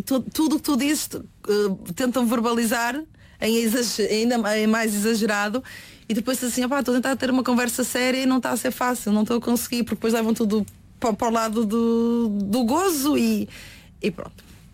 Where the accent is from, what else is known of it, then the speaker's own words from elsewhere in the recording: Northern Portugal, Portugal; accent: northern pronúncia; moved away; De quando eu estava no Norte.